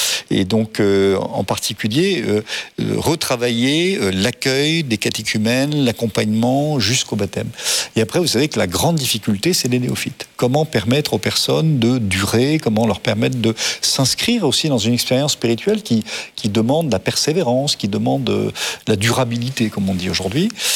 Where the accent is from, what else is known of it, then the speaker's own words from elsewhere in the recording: France; chez nous en France